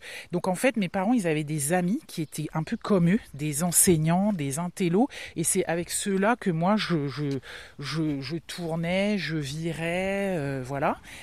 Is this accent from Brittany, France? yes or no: yes; Saint-Coulitz, Brittany, France; En vrai, je viens de Saint-Coulis. Oui, mais t'es né où ? À Brest.